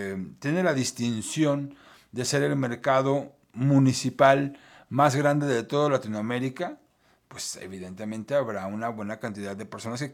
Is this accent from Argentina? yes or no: no; Mexico